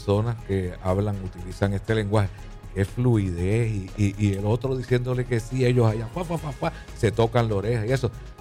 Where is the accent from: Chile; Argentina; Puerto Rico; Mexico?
Puerto Rico; Fajardo; born there; Yo nací en Gubern, en Fajardo.